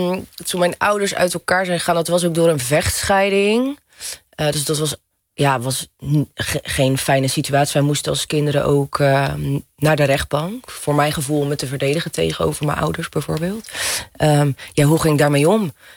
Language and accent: Dutch; Goes, Zeeland, Netherlands; born or raised there; also born or lived in Borssele